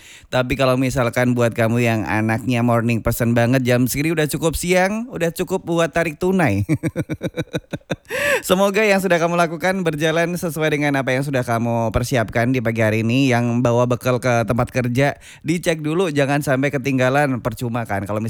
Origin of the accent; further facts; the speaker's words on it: Yogyakarta, Special Region of Yogyakarta, Indonesia; kita sebagai warga Jogja